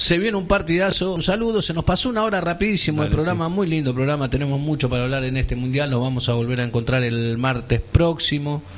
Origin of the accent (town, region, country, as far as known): Argentina